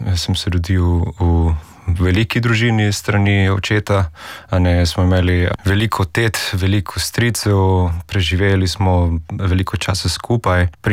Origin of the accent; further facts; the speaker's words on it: Colombia; Slovenian is a second language; moved away as an adult; now in Slovenia; sem iz Kolumbije, že 6 živim v Sloveniji